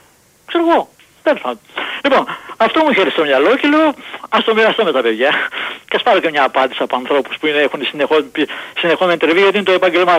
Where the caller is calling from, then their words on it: Vyronas, Attica, Greece; από το Βύρονα.